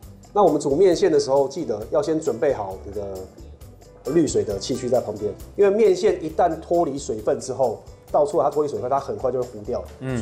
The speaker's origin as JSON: {"language": "Chinese", "country": "Taiwan"}